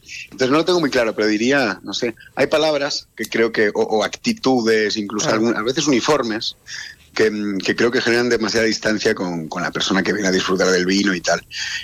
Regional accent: Venezuela; moved away; mi madre es de ascendencia italiana, mi padre de ascendencia gallega, me crié en la infancia en Venezuela

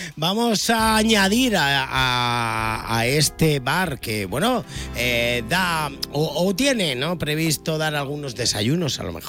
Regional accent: Retamar, Andalusia, Spain; Además, tú y yo, que somos de Retamar

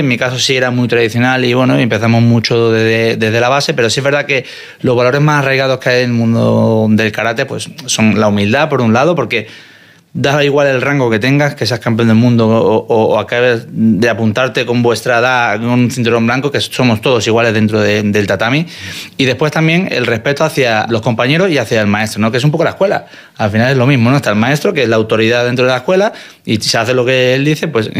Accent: Málaga, Andalusia, Spain; Yo soy de Málaga, obviamente, estudié el bachillerato en Málaga.

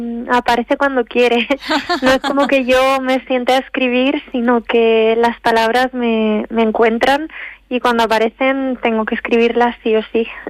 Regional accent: Teruel, Aragon, Spain; also born or lived in Barcelona province; No, crecí en Teruel, aquí en la capital.

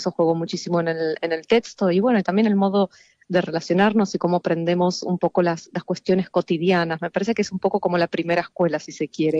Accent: Argentina; now in Spain; En mi caso es verdad que yo me mudé de Argentina a España

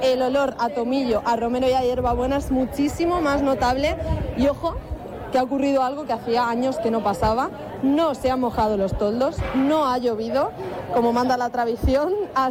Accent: Torre de Juan Abad, Castilla-La Mancha, Spain; No me digas, yo soy de la Torre de Juanabar.

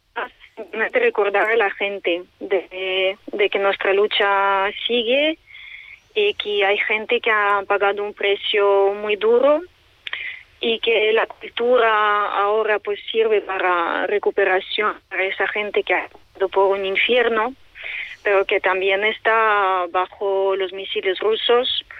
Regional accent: Kyiv, Ukraine; Spanish is a second language; Bueno, yo que soy de Kiev, veo espacios que son parte de mi vida, sí, que son sido destrozados o dañados

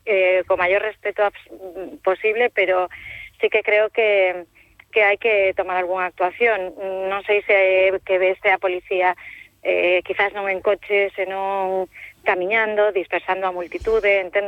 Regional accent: Santiago de Compostela, Galicia, Spain; eu que son de Santiago de toda a miña vida, comprei un piso

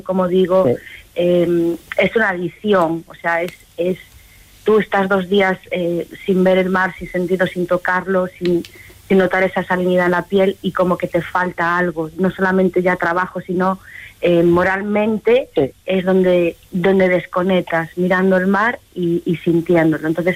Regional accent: Galicia, Spain; subastadora en la lonja de mi pueblo, la primera mujer subastadora con 16 años, y después ya me formé para poder entrar en las agrupaciones de mariscadoras aquí en Galicia.

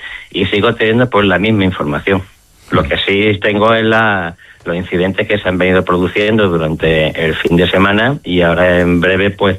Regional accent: Ceuta, Spain; somos los ceutíes los responsables de esta de esta invasión y ya está bien, ¿no? Porque el pueblo de Ceuta lo que necesita son soluciones y respuestas

